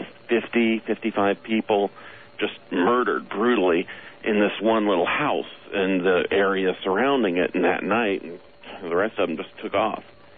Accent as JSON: {"language": "English", "region": "Alabama", "country": "United States", "tie": "born or raised there", "moved": "yes", "lives_now": "Seattle, United States", "said": "I grew up in Alabama, about good hour and a half drive outside of my hometown."}